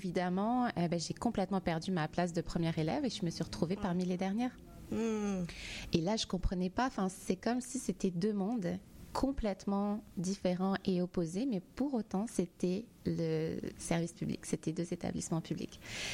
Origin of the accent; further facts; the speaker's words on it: Île-de-France, France; Donc, en gros, moi je suis née en France, dans une banlieue à côté de Paris, et j'ai été à l'école primaire dans ce qu'on appelle une zone d'éducation prioritaire.